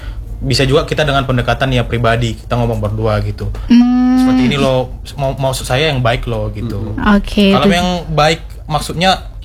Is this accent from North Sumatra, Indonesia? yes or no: yes; Medan, North Sumatra, Indonesia; Sedangkan kami dari Medan aja belum